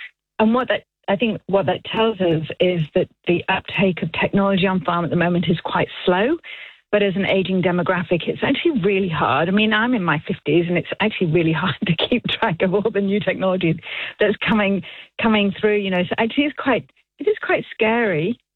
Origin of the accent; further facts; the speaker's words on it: Manchester, North West England, United Kingdom; now in Palmerston North, New Zealand; I am from Manchester.